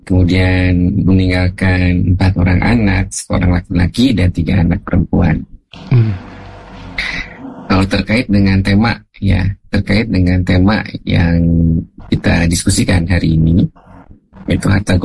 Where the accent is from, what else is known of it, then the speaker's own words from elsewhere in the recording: Cilacap, Central Java, Indonesia; Dekat saya, isi saya dari Cilacap juga, dari Majenak. Berdekatan sekali ya.